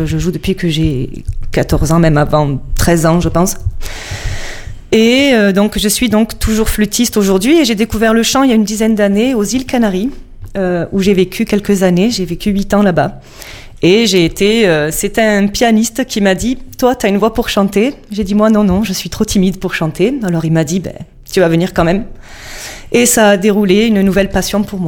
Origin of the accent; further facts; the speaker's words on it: Marseille, Provence-Alpes-Côte d'Azur, France; accent: Marseille accent, with Italian resonances; Je suis marseillaise.